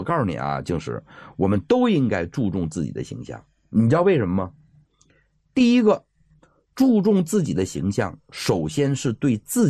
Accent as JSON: {"language": "Chinese", "region": "Northeast China", "country": "China", "said": "用咱们东北话讲"}